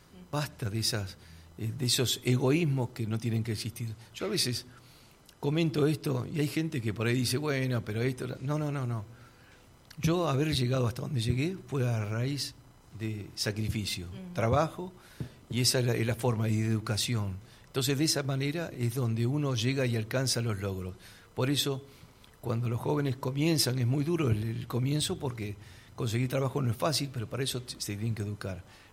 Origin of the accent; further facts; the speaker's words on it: Buenos Aires, Argentina; moved away; porque yo que vine hace 44 años de Buenos Aires, amo donde estoy, es el lugar de mis hijos, es el lugar de mis nietos, es la Argentina en sí.